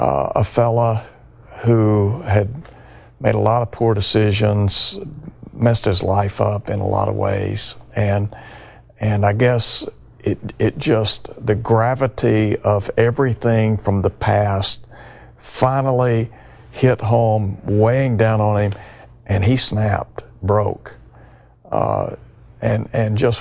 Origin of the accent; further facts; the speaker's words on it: Chattanooga, Tennessee, United States; my hometown, Chattanooga.